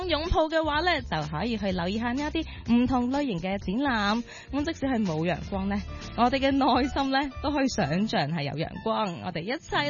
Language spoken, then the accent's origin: Cantonese; Hong Kong; 呢个对于我哋香港人嚟讲咧，一定系夏天啦，好多人嘅指定动作啊。